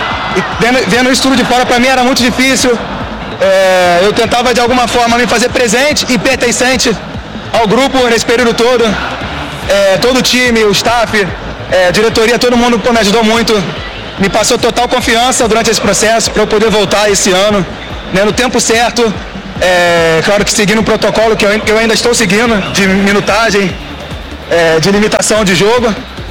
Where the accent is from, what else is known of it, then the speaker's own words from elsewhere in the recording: Rio de Janeiro, Brazil; para quem não sabe, eu sou do Rio de Janeiro, né?